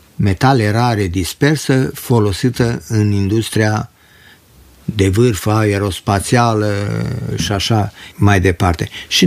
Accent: Sântimbru, Alba County, Romania; born there; also born or lived in Roșia Montană; 1987, când am plecat din Roșia Montană, m-am mutat cu locuința în Sântimbru. În curtea părintească mi-am făcut și o căsuță modestă, fiindcă am fost legat, cum se zice, de la sat am plecat, la sat m-am întors, unde mă simt foarte bine.

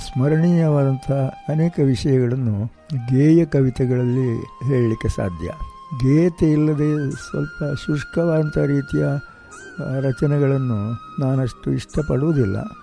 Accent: Someshwara, Karnataka, India; moved away as an adult; also born or lived in Kotekar / Puttur; ನಮ್ಮ ಸೋಮೇಶ್ವರದ ಪರಿಸರ

